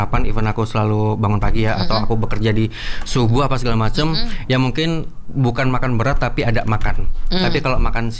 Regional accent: Surabaya, East Java, Indonesia; moved away as an adult; now in Jakarta, Indonesia; Sebenarnya dulu kak, aku datang di Jakarta. Aku kan dulu dari Surabaya.

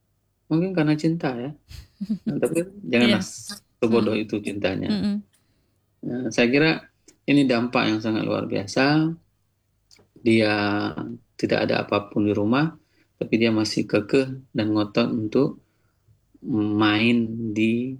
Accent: Aceh, Indonesia; moved away; saya juga orang Sawang

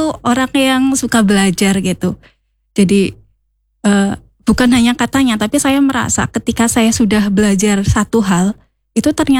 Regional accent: Banjarnegara, Central Java, Indonesia; saya ini lahir di desa ya. Saya aslinya Banjarnegara.

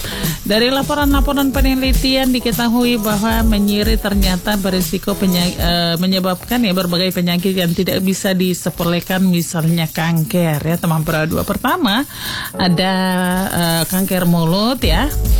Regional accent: Merauke, South Papua, Indonesia; kita orang Merauke bilang yang suka makan pinang ini, pinang gebe

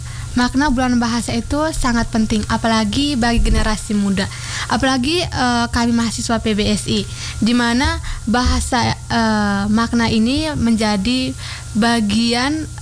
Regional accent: Bajawa, East Nusa Tenggara, Indonesia; Asal saya dari Bajawa.

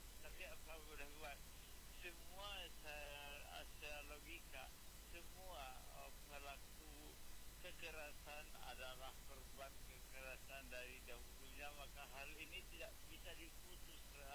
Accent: Padang, West Sumatra, Indonesia; Saya waktu itu di tempat perawatan cukup ternama di kota saya itu di Padang ya.

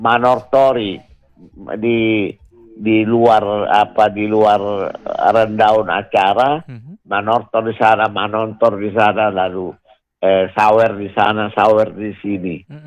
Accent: North Sumatra, Indonesia; Dan sebagai orang Batak, adatnya, ya, adat, maradat punya kaitan dengan hubungan antar manusia.

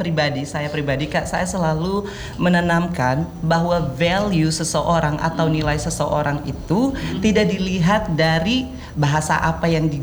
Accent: Central Sulawesi, Indonesia; first language Kaili; Indonesian is a second language; moved away; bahasa pertama saya itu bahkan even sebelum bahasa Indonesia itu adalah bahasa Kaili. Jadi sebelum saya bisa bahasa Indonesia, saya bahasa Kaili dulu di rumah itu memang dan lingkungan pada saat itu semuanya berbahasa Kaili. Saya bisa lancar dalam berbahasa Indonesia ketika sudah mulai masuk di jenjang TK pada saat itu

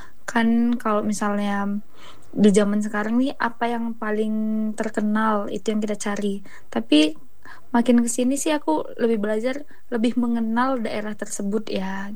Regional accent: Medan, North Sumatra, Indonesia; aku orang Medan, dengan tradisiku aja aku kayak sangat menghargai tradisiku.

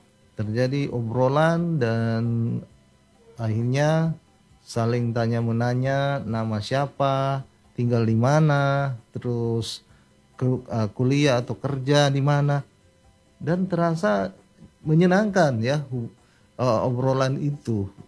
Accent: North Sulawesi, Indonesia; torang orang Manado atau torang orang Sulawesi Utara

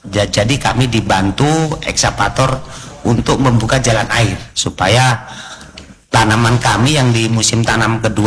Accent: Kumbe, South Papua, Indonesia; saya dari Kampung Kumbe.

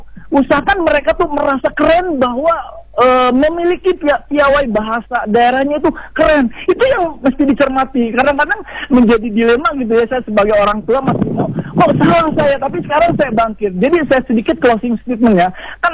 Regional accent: West Java, Indonesia; Saya suku Sunda, istri Aceh.

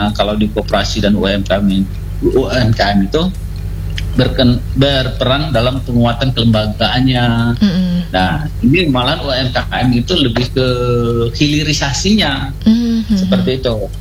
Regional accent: Bandar Lampung, Lampung, Indonesia; kita juga bangga sebagai orang Lampung, orang Bandar Lampung

